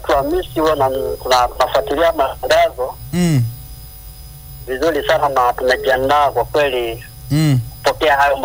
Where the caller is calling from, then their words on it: Geita, Tanzania; Natokea hapa Geita.